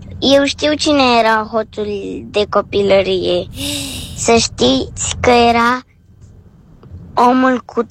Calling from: Bucharest, Romania; am 7 ani, sunt din București

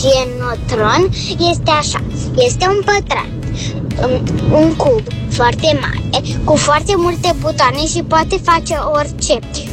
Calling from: Romania; am 6 ani, vin din Colbeanca.

